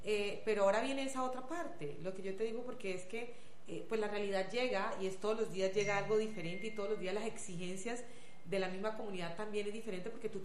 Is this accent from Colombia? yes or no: yes; Buenaventura, Valle del Cauca, Colombia; soy orgullosamente porteña